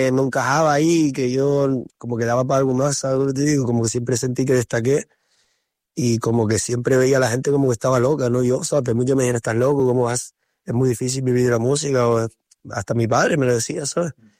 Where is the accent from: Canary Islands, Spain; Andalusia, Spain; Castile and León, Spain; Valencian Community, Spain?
Canary Islands, Spain